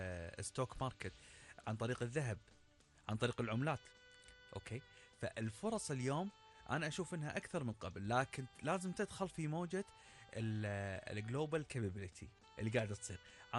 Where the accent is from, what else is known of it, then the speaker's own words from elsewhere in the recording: Kuwait; احنا عندنا بالكويت